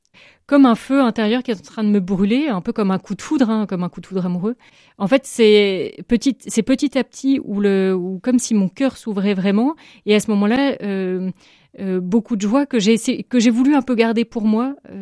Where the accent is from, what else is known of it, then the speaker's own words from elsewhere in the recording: Lannion, Brittany, France; J'ai grandi dans les Côtes d'Armor, donc voisine d'ici, à Lannion. Dans une famille chrétienne pratiquante, famille nombreuse